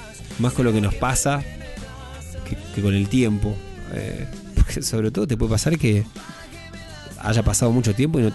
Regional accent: Buenos Aires Province, Argentina; born there; Bueno, nací en capital, pero después al toque ya nos fuimos a vivir a provincia.

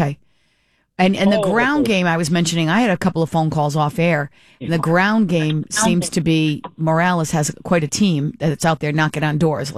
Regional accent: Warwick, Rhode Island, United States; we grew up in Warwick, the next generation.

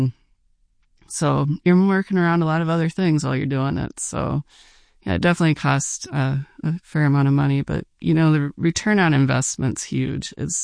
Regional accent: Minnesota, United States; a lot of people from Minnesota, I'm from Minnesota originally

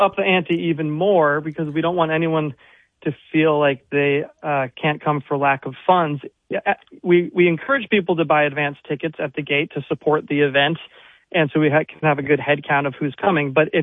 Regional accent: New Hampshire, United States; now in Hudson Valley, New York, United States; apart from me, who grew up in New Hampshire

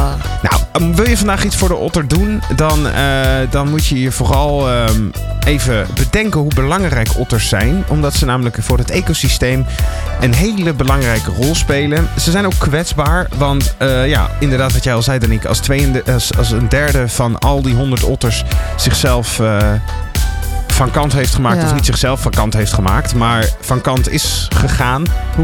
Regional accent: Leeuwarden, Friesland, Netherlands; Ik kom uit Leeuwarden

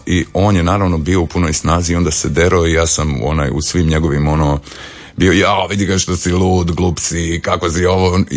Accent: Croatia; Ja sam jedini iz Hrvatske

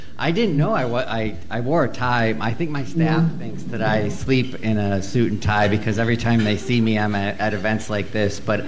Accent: Manitowoc, Wisconsin, United States; moved away as an adult; also born or lived in Washington, D.C.; So I'm a child of Wisconsin. I was born and raised in Manitowoc, Wisconsin, not too far from here. After college, I got a job working as a congressional staffer. So I moved when I was 22 years old out to Washington, D.C., where I spent the next 8 years

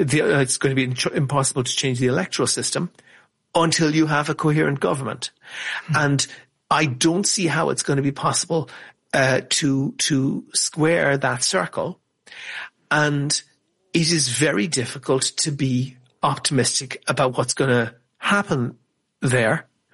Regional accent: Ireland; And as an Irish person, I have to go back.

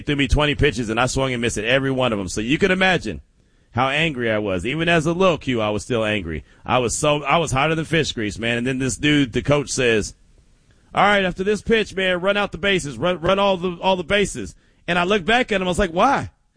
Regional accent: the Bay Area, California, United States; I grew up in the Bay

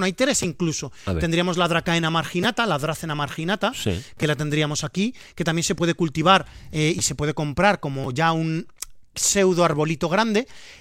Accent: Valencian Community, Spain; Yo a ti te voy a recomendar como buen valenciano el cuncuat.

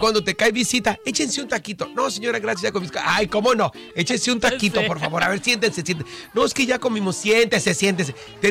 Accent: Tijuana, Baja California, Mexico; Ahí te va una de las cosillas que hacemos los mexicanos. ¡Todos! Los que vivimos en Tijuana, nacimos en Tijuana, o en nuestro querido México, como sea.

